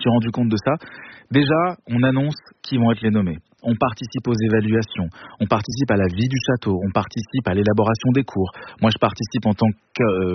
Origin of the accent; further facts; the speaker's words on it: German-speaking Switzerland, Switzerland; je suis suisse allemand